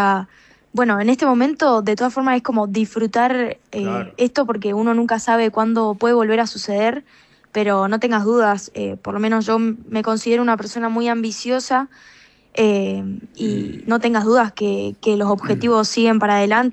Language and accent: Spanish; Argentina; nosotros como argentinos